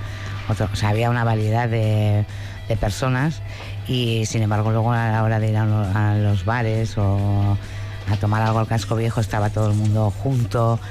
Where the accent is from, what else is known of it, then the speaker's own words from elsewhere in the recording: Bilbao, Basque Country, Spain; born there; No, nací en Indautxu.